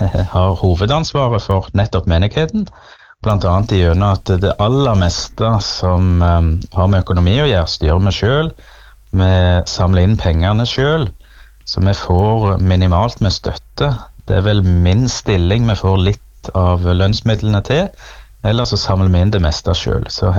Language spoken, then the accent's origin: Norwegian; Rogaland, Norway; also born or lived in Sunnmøre; now in Stavanger, Norway; Nå prest hjemme I Rogaland. Det veldig fint I bymenigheten Sandnes. Så jeg har flyttet hjem og gifte meg og etablert meg I Stavanger